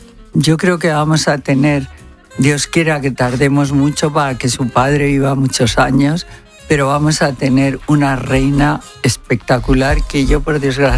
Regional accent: Spain; Pues sí, claro que lo veo, pero ¿cómo no lo voy a ver si soy española a muerte?

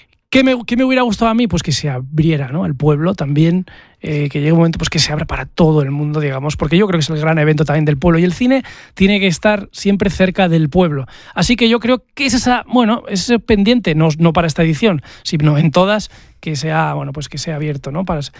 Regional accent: Navarre, Spain; born there; yo soy navarro de apellido y nacimiento

